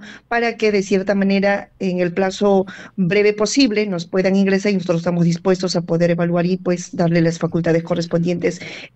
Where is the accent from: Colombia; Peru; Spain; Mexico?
Peru; Cusco; en el sur del Perú, porque yo soy cusqueña